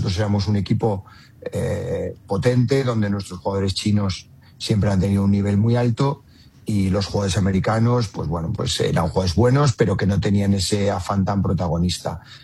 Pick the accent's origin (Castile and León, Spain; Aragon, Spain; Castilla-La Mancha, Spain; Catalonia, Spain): Castile and León, Spain; Valladolid; moved away as an adult; salí de España y volví en el año 20 a entrenar en mi ciudad, en Valladolid